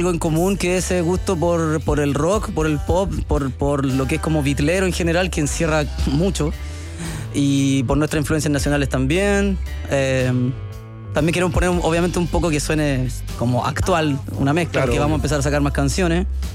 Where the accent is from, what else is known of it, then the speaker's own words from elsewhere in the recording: Los Ángeles, Biobío, Chile; que nosotros somos de Los Ángeles, ¿cachai?